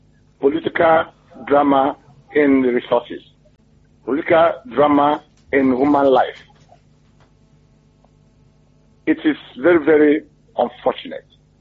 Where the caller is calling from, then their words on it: Nigeria; being a Nigerian man.